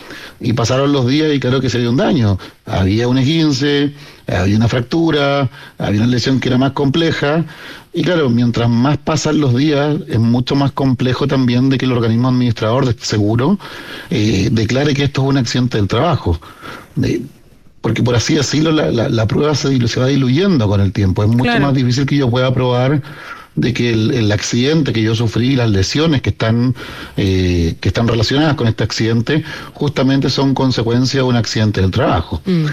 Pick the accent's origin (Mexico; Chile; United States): Chile; Punta Arenas, Magallanes; Yo soy de Punta Arenas.